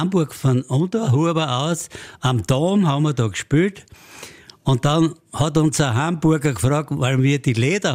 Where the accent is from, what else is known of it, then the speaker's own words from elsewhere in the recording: Austria; wir sind doch Österreicher